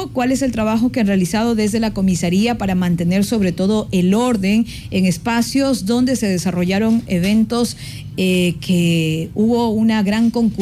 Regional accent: Ecuador; como hermanos ecuatorianos también podemos hacer llegar nuestro granito de arena

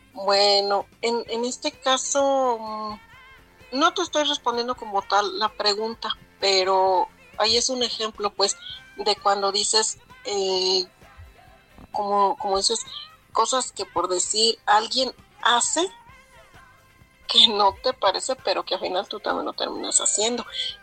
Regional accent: Hidalgo, Mexico; Yo soy de Hidalgo. Bueno, donde yo vivo se llama Zacualtipán Hidalgo, pertenece a Pachuca Hidalgo.

